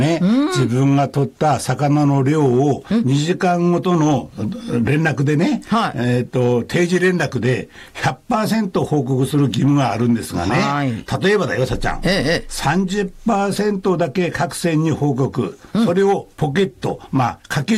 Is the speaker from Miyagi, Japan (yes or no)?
yes; Kesennuma, Miyagi, Japan; now in Wakkanai, Japan; 私のふるさとの気仙沼